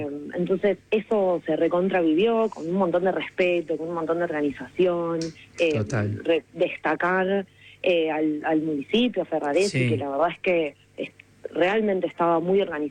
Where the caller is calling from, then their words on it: Ramos Mejía, Buenos Aires Province, Argentina; Yo soy de La Matanza, de Ramos Mejía.